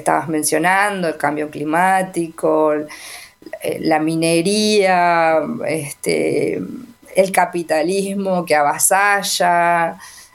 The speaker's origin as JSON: {"language": "Spanish", "town": "Villa Elisa", "country": "Argentina", "tie": "born or raised there", "said": "yo nací, crecí en un pueblo, en Villeliza, el pueblo que nombraste antes, que ahora es una ciudad, pero en ese momento era un pueblo muy pequeño."}